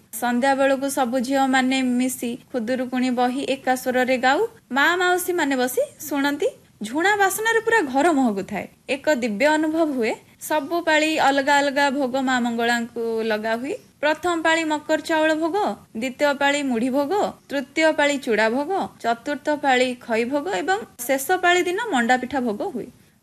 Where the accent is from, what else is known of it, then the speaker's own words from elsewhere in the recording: Kendrapara, Odisha, India; now in Tamando, India; ମୁଁ ଭୁବନେଶ୍ୱର ପାଖ ଟମାଣ୍ଡରେ ରୁହେ। ମୋର ନେଟିଭ ପ୍ଲେସ୍ ହେଉଛି କେନ୍ଦ୍ରାପଡ଼ା।